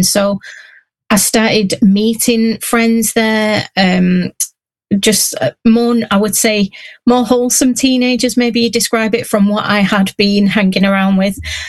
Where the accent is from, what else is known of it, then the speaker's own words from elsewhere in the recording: Whitworth, North West England, United Kingdom; born there; I was born in Whitworth, a little tiny village. Well, it's a town now, because it got a swimming pool and a library or something, you know, like one of those. I remember it becoming a town and it was a big thing, but it's a village on the edge of the Pennines